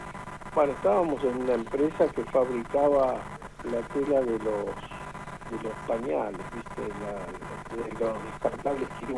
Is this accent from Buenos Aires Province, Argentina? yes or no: yes; Carmen de Areco, Buenos Aires Province, Argentina; Carmen de Areco.